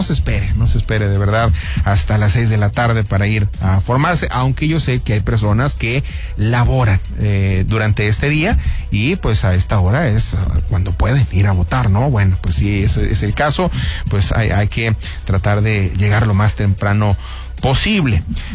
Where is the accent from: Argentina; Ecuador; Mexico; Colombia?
Mexico